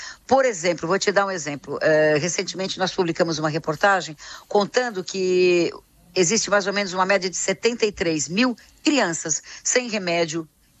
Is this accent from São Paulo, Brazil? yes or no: yes; São Paulo, Brazil; now in Rio de Janeiro, Brazil; no Rio de Janeiro, que é de onde eu estou falando nesse momento, em São Paulo, que é a minha cidade natal